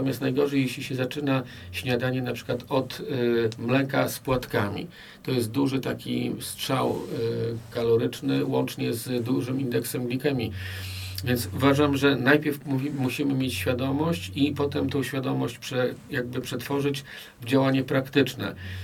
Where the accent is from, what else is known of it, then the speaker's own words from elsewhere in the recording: Białystok, Podlaskie Voivodeship, Poland; dlatego że ja jestem w ogóle z Antoniuka, gdzie kiedyś był taki boisko włókniarza